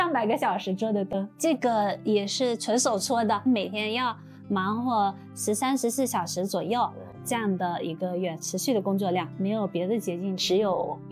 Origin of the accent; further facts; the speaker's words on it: Wenzhou, Zhejiang, China; 我的老家温州